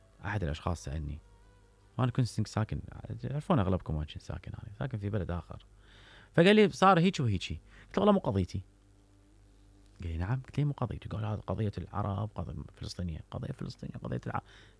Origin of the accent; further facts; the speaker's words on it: Iraq; تعبت أنا مواطن عراقي، تعبت أخي، أنا مواطن، الله خلقني من يوم الله خلقني في هذه الأرض